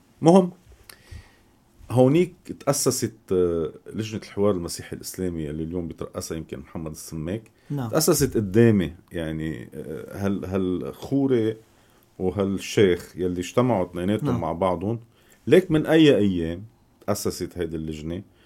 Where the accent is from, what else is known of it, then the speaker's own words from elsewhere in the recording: Sidon, South Governorate, Lebanon; born there; بال 78 79 هيك شيء تقريبا، أنا بالفرير ماريس ترميلي صيدا.